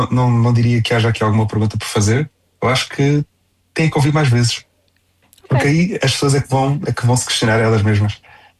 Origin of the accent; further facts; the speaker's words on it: Faro, Portugal; passei a minha infância no Algarve. É Faro.